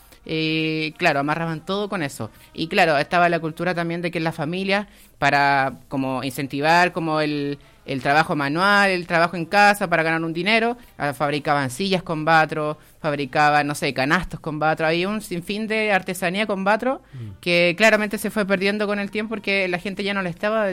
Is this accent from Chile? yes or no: yes; Chile; soy el primer chileno seleccionado por esta organización